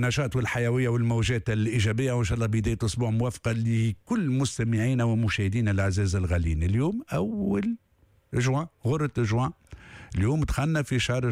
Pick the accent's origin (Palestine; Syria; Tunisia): Tunisia; اللي عندنا في تونس.